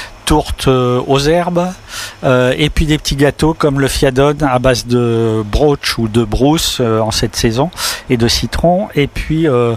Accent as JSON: {"language": "French", "region": "Corsica", "country": "France", "tie": "born or raised there", "moved": "yes", "lives_now": "Gannat, France", "said": "Moi, je suis originaire de la Kastanitch et de la Kazinka."}